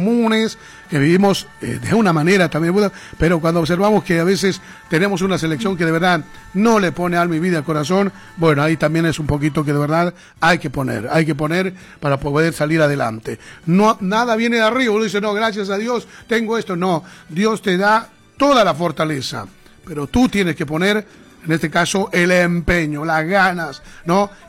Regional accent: Bolivia

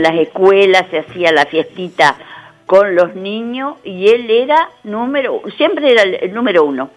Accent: Chamangá, Flores, Uruguay; now in Sarandí Grande, Uruguay; nos criamos juntos en Chamangá.

